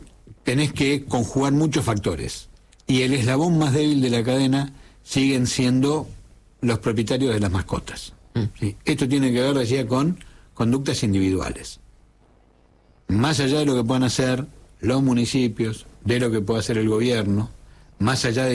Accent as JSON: {"language": "Spanish", "town": "Río Grande", "region": "Tierra del Fuego", "country": "Argentina", "tie": "born or raised there", "said": "Yo recuerdo cuando era chico, vivíamos en Río Grande"}